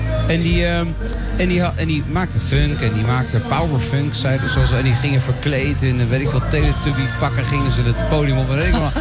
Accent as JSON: {"language": "Dutch", "town": "Noordwijk aan Zee", "region": "South Holland", "country": "Netherlands", "said": "Ik ben een 43 jaar oude vader uit Noordwijk aan Zee."}